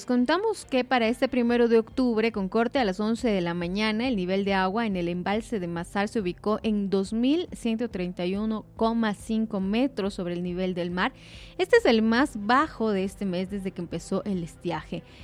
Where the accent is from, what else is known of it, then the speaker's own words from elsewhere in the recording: Ecuador; es parte de nuestra identidad como ecuatorianos.